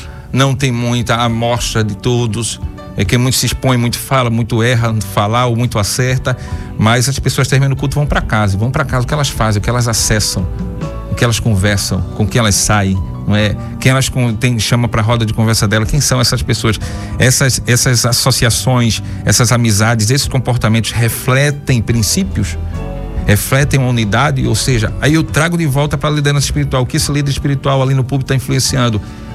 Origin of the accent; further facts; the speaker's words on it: Pernambuco, Brazil; moved away; lá no meu estado, Pernambuco